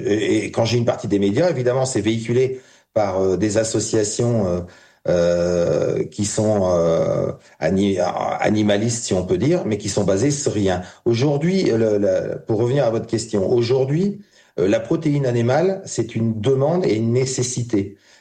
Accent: Hauts-de-France, France; Moi, je suis de la Somme.

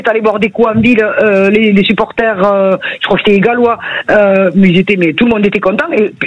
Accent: Occitanie, France; moi, j'ai grandi dans le Gers, donc c'était facile.

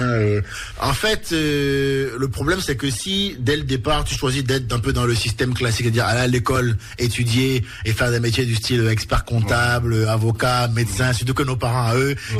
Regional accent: Benin; moved away as an adult; also born or lived in Porto-Novo / Ouidah; now in France; moi je suis un vrai Béninois, je suis parti tard d'ici. Ouais. Quand j'étais petit, j'ai été en pension à Porte-Nouveau.

